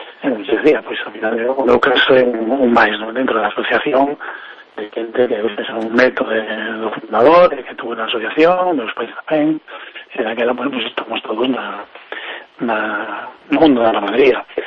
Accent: Galicia, Spain; Como galego, pues, moito dicir que depende.

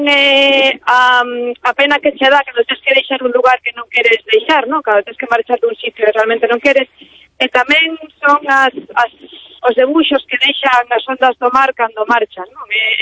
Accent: Galicia, Spain; also born or lived in Japan; E ao mesmo tempo son galega, non?

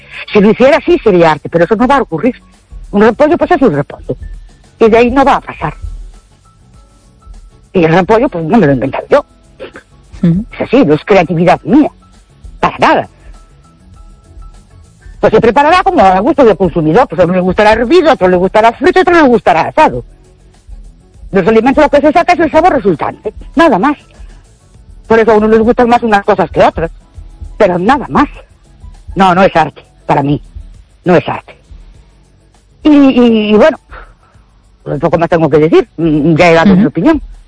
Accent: Ourense, Galicia, Spain; Buenas noches … de Urense.

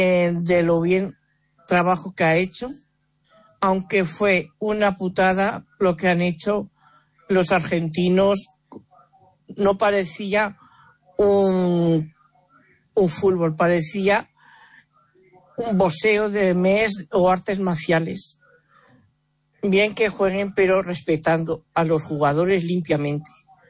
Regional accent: Ourense, Galicia, Spain; de Orense y quiero dedicar una canción, la de … porque estoy muy contenta que ganó la selección española y también sé que también hay un jugador que también es gallego

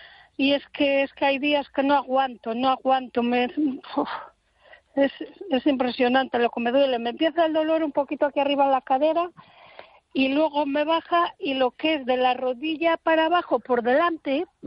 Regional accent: Galicia, Spain; No estoy en Galicia, soy de Galicia, pero no estoy en Galicia.

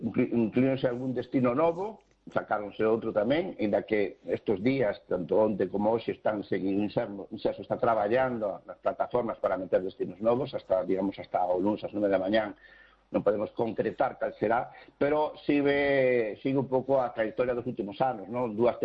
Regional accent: Galicia, Spain; sino tamén a onde vamos nós tamén como galegos.

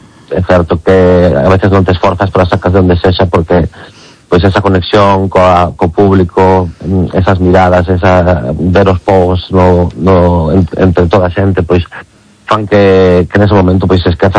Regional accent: Galicia, Spain; Entendía que seríamos vascos, pero nada máis, non. Somos galegos

